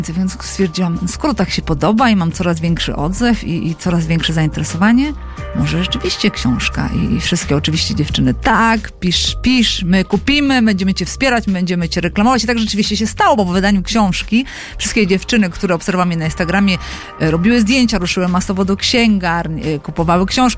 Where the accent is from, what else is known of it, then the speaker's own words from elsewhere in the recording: Pomeranian Voivodeship, Poland; born there; niedaleko tego miejsca zamieszkania, gdzie się urodziłam, to jest na Pomorzu. Piękne miejsce.